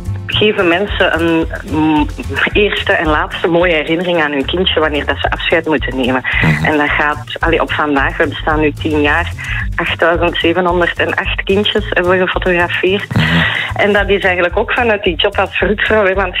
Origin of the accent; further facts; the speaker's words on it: Flanders, Belgium; now in Ostend, Belgium; Ik ben uit de Kempen afkomstig en ik ben verhuisd naar Oostende om daar vroedvrouw te zijn op wat het mooiste verloskamer van het land was.